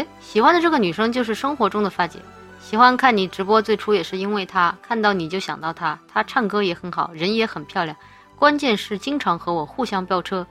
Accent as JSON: {"language": "Chinese", "region": "Chongqing", "country": "China", "tie": "born or raised there", "moved": "yes", "lives_now": "Shanghai, China", "said": "我在上海就经常吃了一些火锅，觉得很想让上海人民体会一下我们家乡正宗的重庆火锅"}